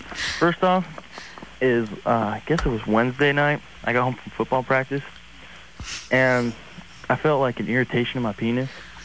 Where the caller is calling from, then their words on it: Mesa, Arizona, United States; Mesa, Arizona.